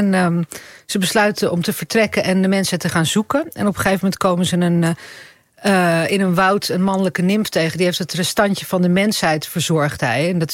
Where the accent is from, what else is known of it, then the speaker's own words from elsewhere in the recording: Italy; Maar ik ben half Italiaans en ik ben deels daar opgegroeid.